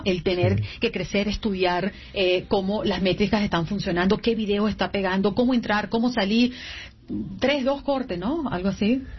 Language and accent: Spanish; Venezuela; moved away; yo soy venezolana